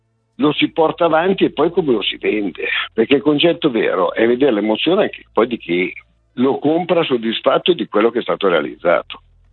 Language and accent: Italian; Milan, Lombardy, Italy; noi siamo milanesi, siamo un po' bauscia